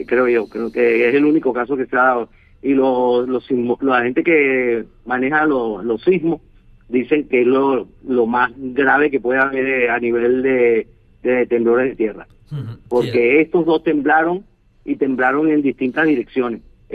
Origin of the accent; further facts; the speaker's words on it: Venezuela; moved away; Los dos somos venezolanos, sí. Los dos tenemos familia en Venezuela.